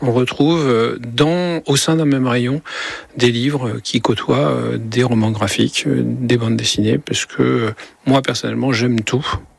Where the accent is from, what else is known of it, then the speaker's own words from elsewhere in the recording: Bordeaux, Nouvelle-Aquitaine, France; now in Normandy, France; Oui, j'ai quitté Bordeaux il y a 2 ans maintenant. Je me suis installé ici. À Bordeaux, il faisait trop chaud tout le temps.